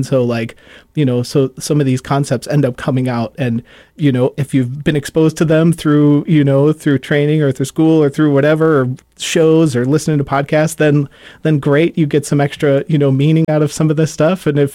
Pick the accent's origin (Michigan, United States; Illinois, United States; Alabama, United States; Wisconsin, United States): Wisconsin, United States; Milwaukee; I grew up in Milwaukee